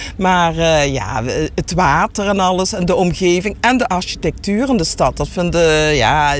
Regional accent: Maastricht, Limburg, Netherlands; Wij komen uit Maastricht, uit het diepe zuiden.

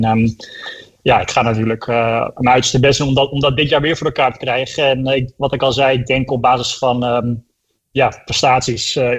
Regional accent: Almere, Flevoland, Netherlands; born there; Ik bedoel, ik ben geboren in het Flevo ziekenhuis, een paar honderd meter van de start en de finish vandaan, zeg maar.

